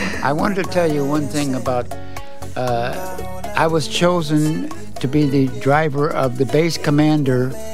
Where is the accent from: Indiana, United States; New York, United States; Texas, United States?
Indiana, United States; South Bend; I'm originally from South Bend.